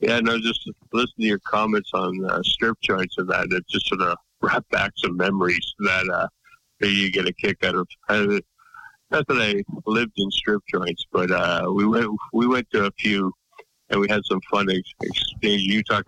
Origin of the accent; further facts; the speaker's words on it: Guelph, Ontario, Canada; I grew up in Guelph, and then somehow, like I went to Mohawk College down near Hamilton.